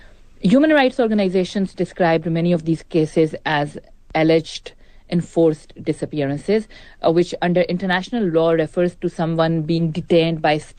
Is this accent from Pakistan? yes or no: yes; Pakistan; I am a Pakistani national, but I work with the BBC